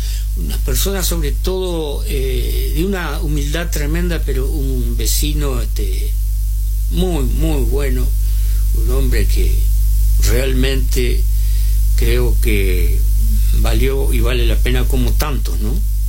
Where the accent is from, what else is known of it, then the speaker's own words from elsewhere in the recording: Pronunciamiento, Entre Ríos, Argentina; Yo soy nacido en Pronunciamiento, Departamento Concesión del Uruguay.